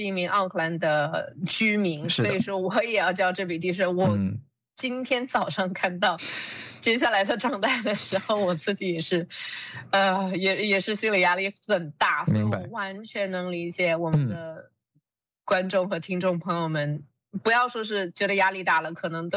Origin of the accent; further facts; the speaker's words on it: New Zealand; 我们这个国家新西兰